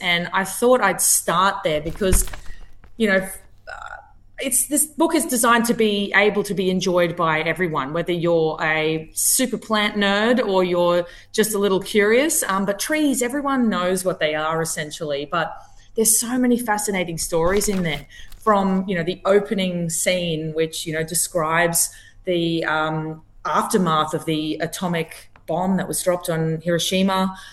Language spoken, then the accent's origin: English; Alligator Creek, Queensland, Australia; I grew up in Alligator Creek, a rural village in North Queensland, surrounded by bushland, beaches, cane fields.